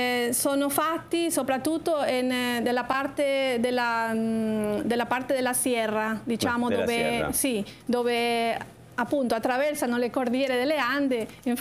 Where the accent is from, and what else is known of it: Ecuador; moved away